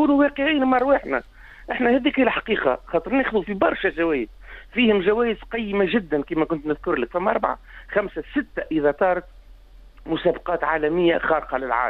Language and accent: Arabic; Tunisia; احنا تونسي نقولوه